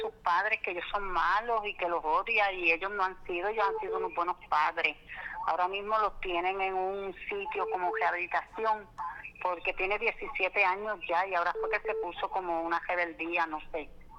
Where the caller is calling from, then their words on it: Mayagüez, Puerto Rico; Estoy llamando de Mayagüez.